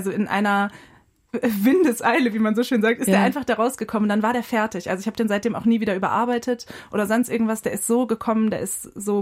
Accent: Baden, Lower Saxony, Germany; born or raised there

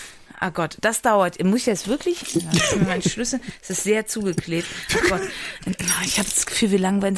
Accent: East Germany, Germany; ich komme ja aus dem Osten.

